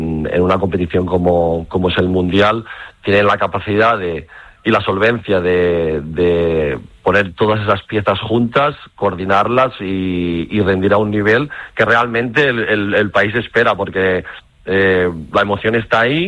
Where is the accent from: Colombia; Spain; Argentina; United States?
Spain; Catalonia; moved away; serán casi 20 años, por lo tanto ya llevo unos cuantos en los países escandinavos. Y todo el que soy catalán, como bien dices